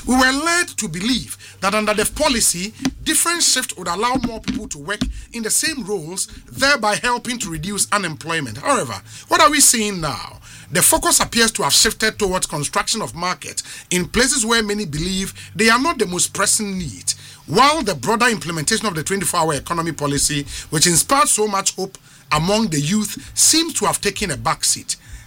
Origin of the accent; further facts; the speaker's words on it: Achem Asene, Ghana; This road passes through my hometown, Achem Asene.